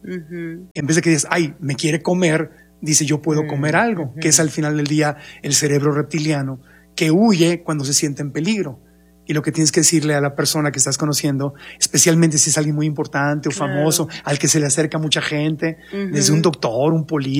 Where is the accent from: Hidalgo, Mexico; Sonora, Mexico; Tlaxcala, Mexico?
Sonora, Mexico; Ciudad Obregón; Yo crecí en Sonora, en Obregón.